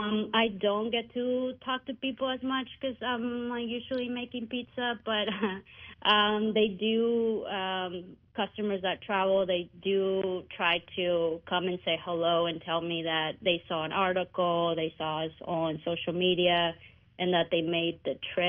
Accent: Ciudad Obregón, Sonora, Mexico; I was born and raised in Ciudad Obregón, Sonora, in Mexico, and just being around since I was a kid, just being around with like family gatherings, quinceañeras, and all that.

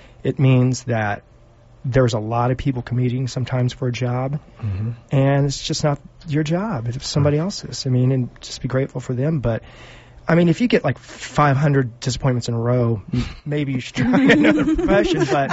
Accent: Indianapolis, Indiana, United States; when I was growing up in Indianapolis

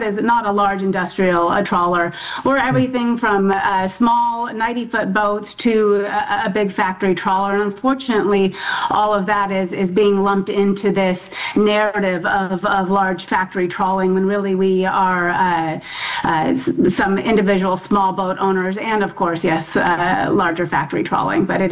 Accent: Alaska, United States; I am from Alaska.

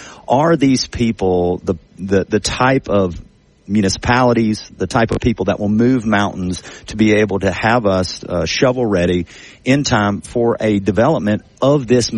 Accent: Monroe, Louisiana, United States; when I tell people I'm from Monroe, you know, the first question everybody feels is there, everybody asks, well, how far is that from New Orleans?

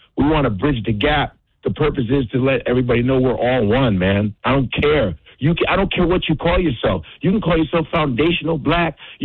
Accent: Nebraska, United States; born there; I'm Nigerian American, but I was born here. I was born in Nebraska, bruh.

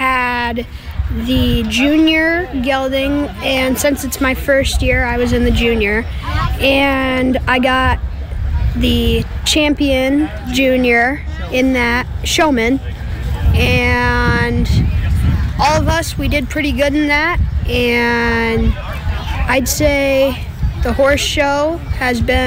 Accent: Storm Lake, Iowa, United States; Storm Lake, Iowa.

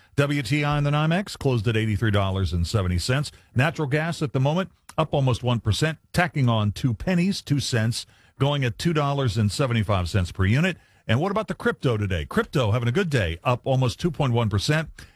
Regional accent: Bridgeport, West Virginia, United States; I mean, I grew up in Bridgeport, so, you know, we'd hop over to Clarksburg.

